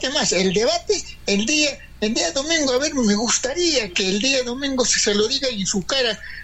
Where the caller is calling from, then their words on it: Arequipa, Peru; Yo soy arequipeño porque mi papito ha sido characateño, mi mamá ha sido de Puno, Juliaca.